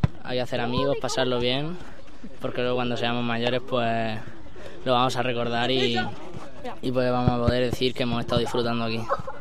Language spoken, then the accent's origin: Spanish; Calasparra, Region of Murcia, Spain; Vengo de Calasparra y pues es mi primer año aquí en el campus